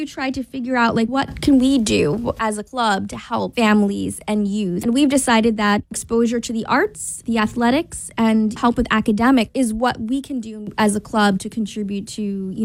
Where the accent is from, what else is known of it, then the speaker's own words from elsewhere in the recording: Hudson Valley, New York, United States; I'm from the Hudson Valley native, lived here for over 40 years.